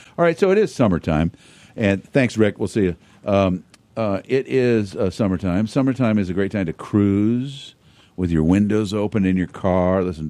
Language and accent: English; Pekin, Illinois, United States; I grew up in Pekin. Did you know that?